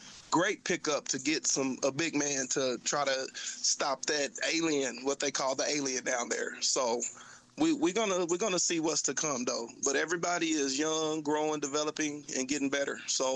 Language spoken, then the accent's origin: English; New York, United States; I don't have the accent. You know, I got my country accent, but I gotta say, I'm a New York.